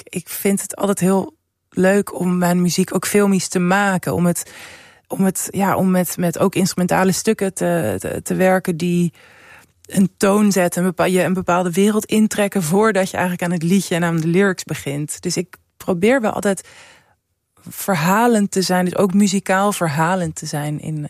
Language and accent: Dutch; Amsterdam, North Holland, Netherlands; Nou, ik ben opgegroeid in Centrum Amsterdam en ik zat ook op een basisschool een beetje in de grachtengordel.